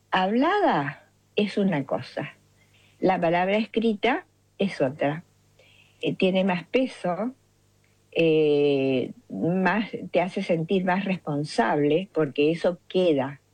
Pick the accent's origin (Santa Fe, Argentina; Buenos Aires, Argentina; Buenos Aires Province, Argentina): Santa Fe, Argentina; Reconquista; Mi pueblo tenía una plaza hermosa, redonda, una plaza clásica